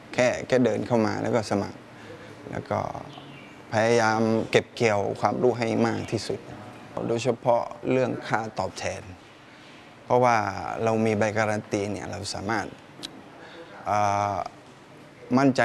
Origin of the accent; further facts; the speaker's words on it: Yala, Thailand; บ้านอยู่ท่าสาบอำเภอเมืองเป็นคนยะลาโดยกำเนิดครับ